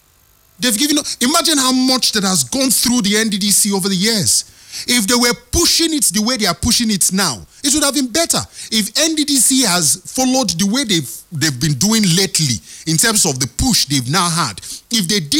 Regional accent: Niger Delta, Nigeria; I'm a Niger Deltan. So I'm not saying it as if I'm not from Niger Delta. I'm a Niger Deltan.

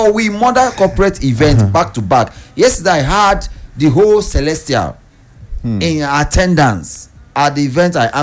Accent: Jos, Plateau, Nigeria; I'm back in Jos to set up Jos own. And based on saying that my hometown be this

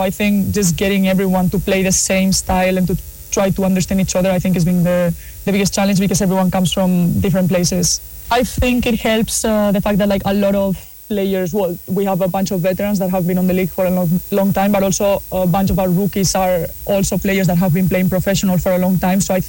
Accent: Madrid, Community of Madrid, Spain; English is a second language; now in Toronto, Canada; I'm from Madrid, so it's also, I'm from a big city. So I'm used to being places that have all these things to do and just mix of different kinds of people and cultures.

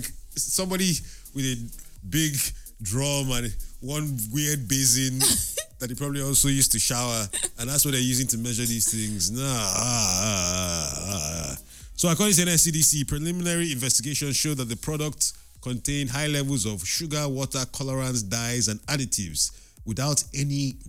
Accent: Nigeria; Like I said, I'm Nigerian.

